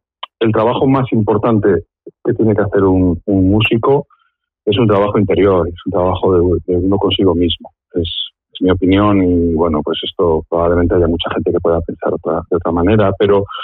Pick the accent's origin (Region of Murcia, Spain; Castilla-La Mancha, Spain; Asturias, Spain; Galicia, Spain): Galicia, Spain; moved away as an adult; also born or lived in San Sebastián; now in Hendaye, France; que yo soy gallego en realidad y vine pues hace ya unos cuantos años, como 20 años, a estudiar a Musikene y ya me quedé por aquí. Y ahora, pues bueno, pues la vida me ha traído a Hendaya